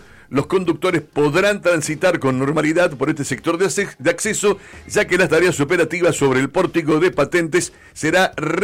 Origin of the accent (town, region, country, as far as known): Cipolletti, Río Negro, Argentina